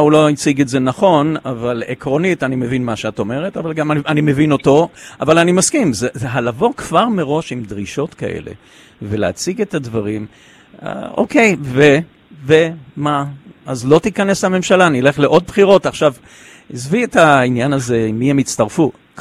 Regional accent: Ashkelon, Southern District, Israel; moved away; אני גדלתי באשקלון, המשפחה שלי עדיין באשקלון, אני שם כל שבוע

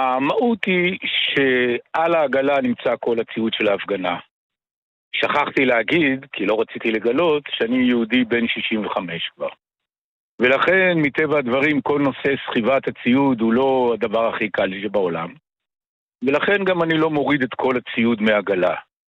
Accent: Jordan Valley, Northern District, Israel; also born or lived in Ashdod; אני יליד עמק הירדן, נולדתי באשדוד וגר בכנרת.

